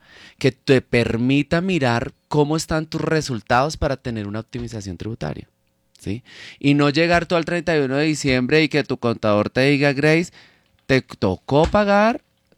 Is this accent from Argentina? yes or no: no; Colombia; en nuestro país, en Colombia